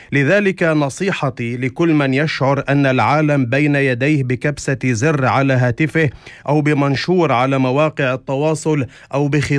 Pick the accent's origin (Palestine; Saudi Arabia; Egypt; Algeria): Palestine; ونحن كفلسطينيين